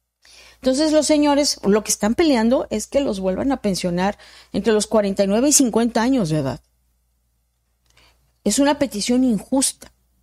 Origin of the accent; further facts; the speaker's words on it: Mexico; No podemos permitir como mexicanos